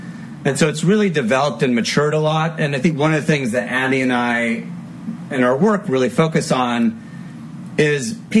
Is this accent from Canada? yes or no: no; Guam; I say, oh, I'm from Guam.